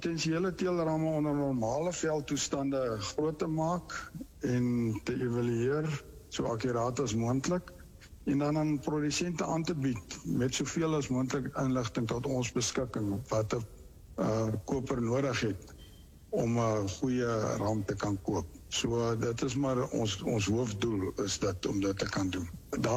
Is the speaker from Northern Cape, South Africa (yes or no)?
yes; Northern Cape, South Africa; Ek is van die Noord-Kaap, ek boer in die Prieska omgewing.